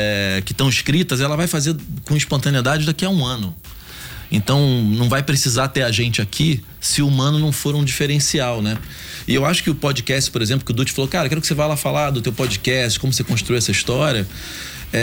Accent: Rio de Janeiro, Brazil; Não, eu amo a Barra, tá? Eu moro na Barra a vida inteira, não saio, não vou pra Zona Sul de jeito nenhum.

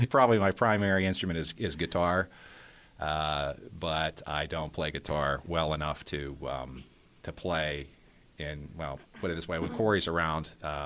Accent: Center Township, Pennsylvania, United States; In Center Township, which is sort of between Manac and Aliquippa, right below where the river bends.

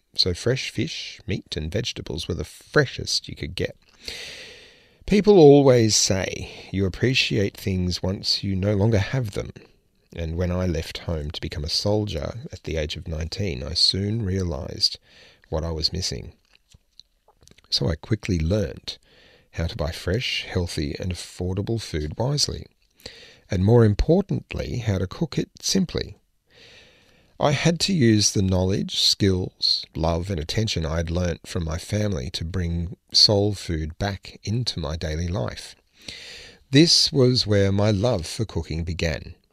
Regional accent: Sardinia, Italy; English is a second language; I was born and raised on the Italian island of Sardinia in the Mediterranean.

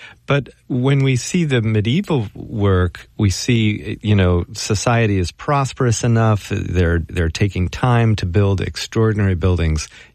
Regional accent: California, United States; Imagine I come out of the suburbs in California. I'm a kid from America, and I end up in this guild

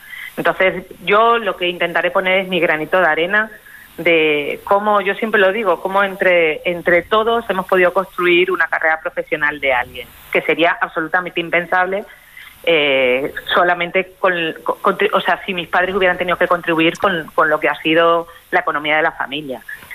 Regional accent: Jaraíz de la Vera, Extremadura, Spain; y es como alguien de un pueblo de Extremadura, de un pueblo chiquitito, que yo soy de Jaraíz de la Vera

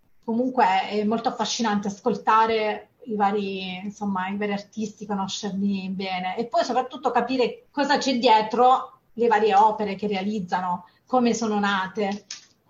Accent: Apulia, Italy; perché sono pugliese, come appunto si può sentire

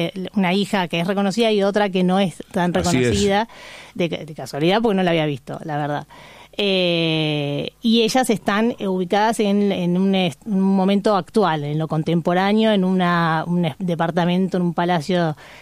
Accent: Buenos Aires, Argentina; Siempre. Ahora vivo en Villa Porredón, pero a una cuadra de Villa Urquiza.

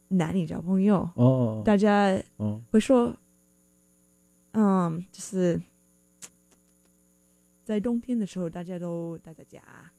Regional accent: California, United States; moved away as an adult; now in Seattle, United States; 我以前虽然一直在南加州出生长大

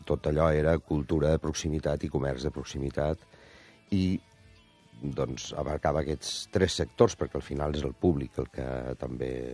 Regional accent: Alcoy, Valencian Community, Spain; em van trucar perquè el comerç de proximitat del meu poble, d'Alcoi, necessitava recolzament.

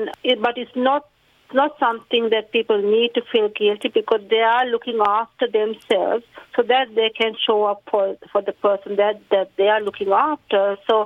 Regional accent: Sri Lanka; first language Sinhalese; English is a second language; now in Australia; so I'm from Sri Lanka, as I said, so I speak Sinhalese. I'm fluent in my language. I can read, write and talk.

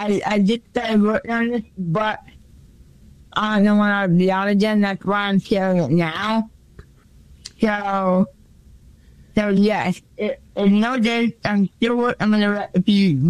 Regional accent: New England, United States; I'm from New England.

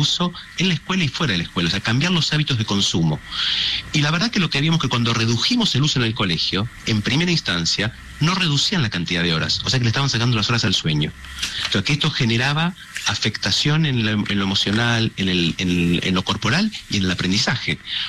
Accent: Argentina; el que quiera porque somos argentinos, o porque conozca el colegio

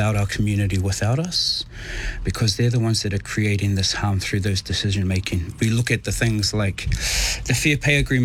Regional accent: Tonga; It was hot. It was beautiful, and we were happy. As a child growing up within that space, we wanted for nothing, for not much, just to be with each other, and we were happy.

